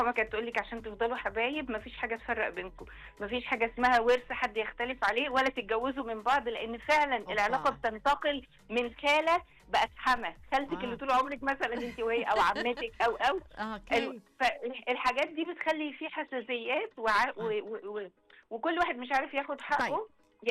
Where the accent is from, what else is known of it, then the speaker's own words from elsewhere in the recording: Egypt; احنا عندنا في مصر